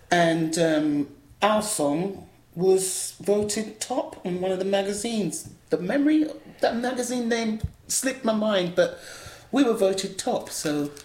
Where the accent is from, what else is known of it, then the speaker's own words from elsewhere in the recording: Islington, London, United Kingdom; also born or lived in Hackney; I grew up in Islington, London and Islington. My family... No, first of all, we were in Hackney.